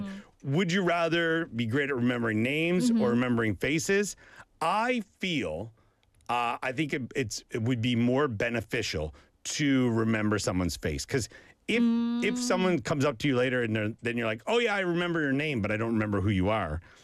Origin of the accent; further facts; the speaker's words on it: Saint John, New Brunswick, Canada; moved away; my hometown, St. John, New Brunswick.